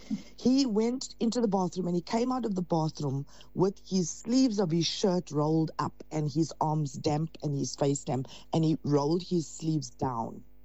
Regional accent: Pietermaritzburg, KwaZulu-Natal, South Africa; born there

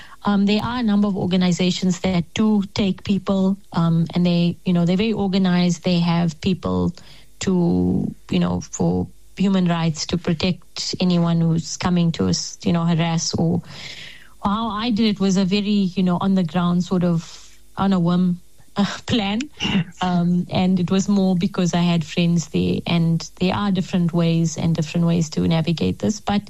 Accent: South Africa; they'd hear I'm from South Africa.

